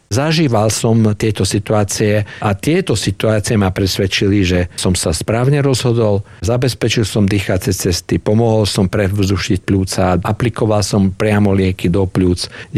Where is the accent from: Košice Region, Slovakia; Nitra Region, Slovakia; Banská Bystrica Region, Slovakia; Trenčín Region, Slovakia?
Košice Region, Slovakia; Košice; Tak ja som Košičan.